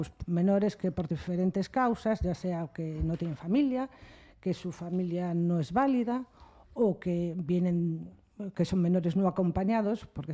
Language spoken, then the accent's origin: Spanish; Canido, Galicia, Spain; Hola, buenas … Soy de Canido, como dice Rafa